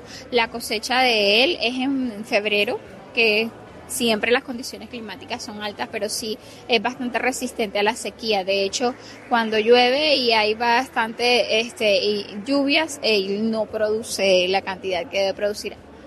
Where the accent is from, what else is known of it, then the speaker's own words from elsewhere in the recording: Sibarco, Atlántico, Colombia; Bueno, dentro de mi comunidad, que soy de Sibarco, Baranoa Atlántico, nosotros tenemos el Festival del Guandú y el Bollo de Yuca.